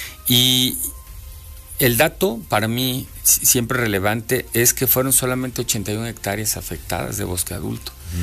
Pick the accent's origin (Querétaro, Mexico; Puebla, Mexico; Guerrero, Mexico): Puebla, Mexico